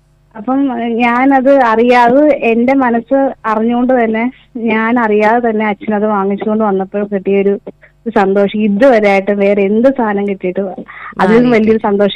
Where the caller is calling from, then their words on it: Karunagappally, Kerala, India; കരുനാഗപ്പള്ളിന്ന്.